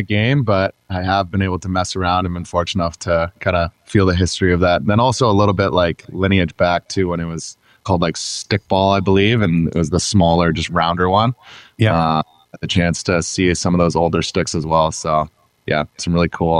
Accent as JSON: {"language": "English", "town": "Georgetown", "region": "Ontario", "country": "Canada", "tie": "born or raised there", "said": "There was a group of us from my hometown who was four of us who were all kind of commuting together down to Vaughan, Ontario, back to Georgetown."}